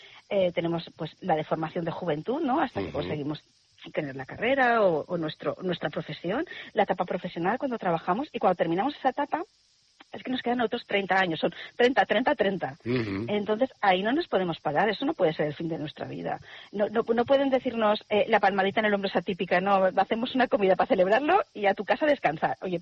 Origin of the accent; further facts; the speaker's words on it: Spain; Nosotros somos españoles